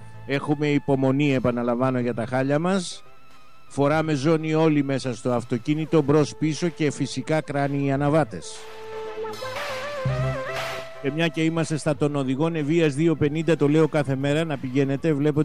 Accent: Western Greece, Greece; Καλημέρα στην πατρίδα μου, την Ετωλοακαρνανία. Καλημέρα στο Μεσολόγγι. Καλημέρα στο Αγρίνιο.

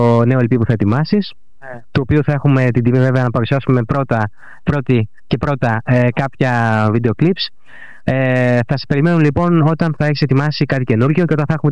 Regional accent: Patras, Western Greece, Greece; σαν πατρινός τουλάχιστον εγώ

